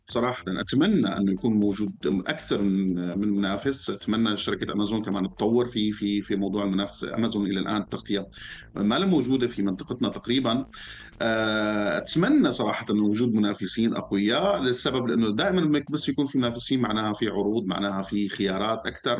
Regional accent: Syria; أنا كمواطن سوري

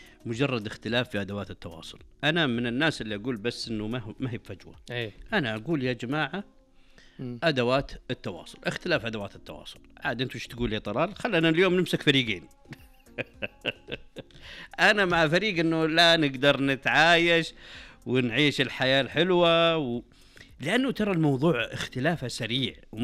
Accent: Saudi Arabia

